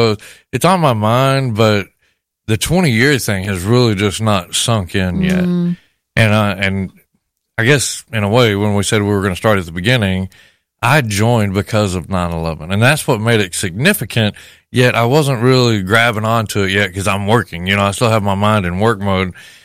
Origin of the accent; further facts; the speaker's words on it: McCamey, Texas, United States; Well, I grew up in McCamey, which was just south of Odessa, Midland.